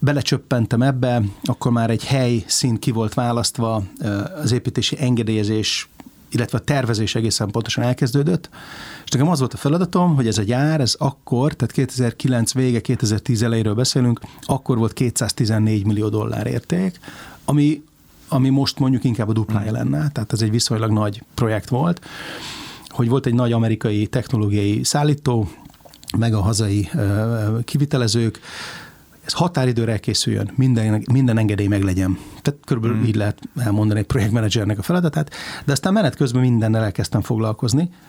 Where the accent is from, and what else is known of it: Székesfehérvár, Fejér, Hungary; born or raised there